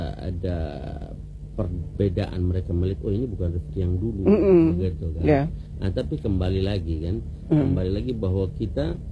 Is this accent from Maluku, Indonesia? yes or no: yes; Ambon, Maluku, Indonesia; accent: Ambon; also born or lived in Yemen; saya tetap dengan cara Ambon, saya tetap dengan logat Ambon, saya tetap dengan bergaul Ambon begitu.